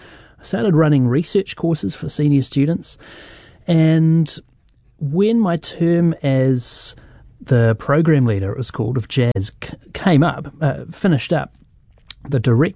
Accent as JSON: {"language": "English", "region": "Wellington", "country": "New Zealand", "tie": "born or raised there", "said": "I grew up in Kilburn and Karori, and until the year 2001, I'd never even been to America other than on holiday."}